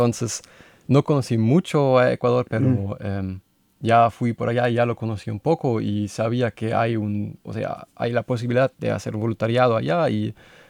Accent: Hanover, Lower Saxony, Germany; moved away; porque yo soy de Hannover

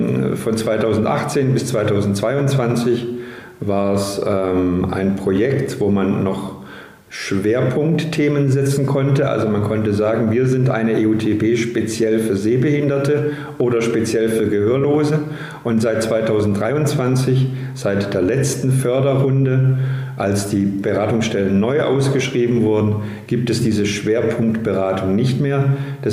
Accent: Kirchentellinsfurt, Baden-Württemberg, Germany; also born or lived in Tübingen / Stuttgart / Marburg; Ich bin zwar gebürtiger Tübinger, in Kirchentellinsfurt aufgewachsen, habe aber meine Grund-, Haupt- und Realschule in Stuttgart besucht

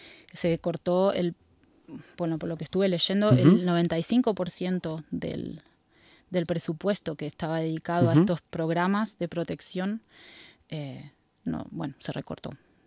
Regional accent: Buenos Aires Province, Argentina; born or raised there

